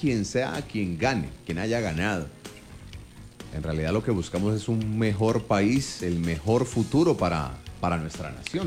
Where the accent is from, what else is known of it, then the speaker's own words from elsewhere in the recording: Colombia; Total, mañana nuevamente nos volvemos a abrazar como colombianos que somos.